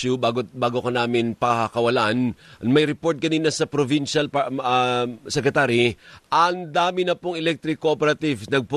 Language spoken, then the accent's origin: Tagalog; Negros, Philippines; sa amin sa Negros